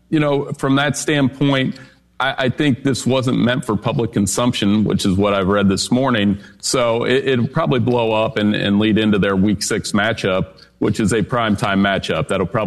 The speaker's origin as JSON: {"language": "English", "region": "Ohio", "country": "United States", "tie": "born or raised there", "said": "I grew up in Ohio."}